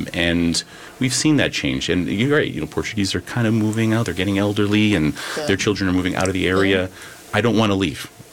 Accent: Toronto, Ontario, Canada; I've been there since I was 3 years old. I've walked along Ossington before Ossington was really hip. It was all machine shops. You know, my parents were mechanic. My father was a mechanic. I grew up on Gary Avenue, which is now becoming really hip.

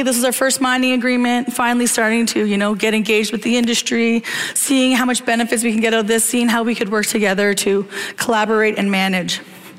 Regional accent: Ontario, Canada; I come from Wanapate First Nation, which is located about 60 kilometers north of the city of Sudbury, about 400 kilometers north of the city of Toronto, north of Cottage Country

